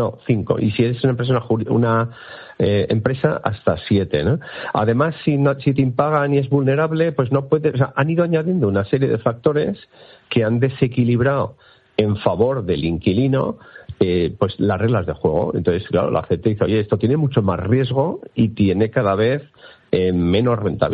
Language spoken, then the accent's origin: Spanish; Bilbao, Basque Country, Spain; O sea, yo que soy de Bilbao y se me pongo el ejemplo muy sencillo. O sea, si se prohibiera desahuciar a los vascos, nadie alquilaría a los vascos.